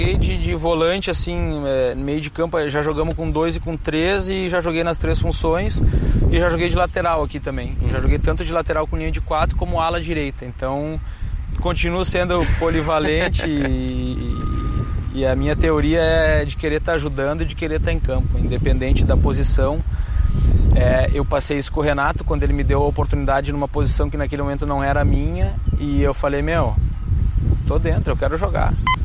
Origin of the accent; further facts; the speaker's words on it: Rio Grande do Sul, Brazil; até porque eu sou de lá, né? Eu sou gaúcho, sim. Então as minhas raízes, a minha família tá toda lá